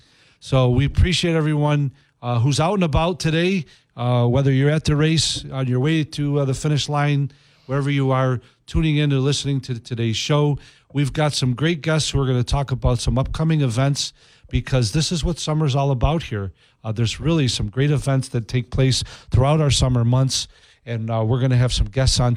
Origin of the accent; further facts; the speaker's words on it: Utica, New York, United States; And when I said upstate New York and got more specific about the Utica and the Mohawk Valley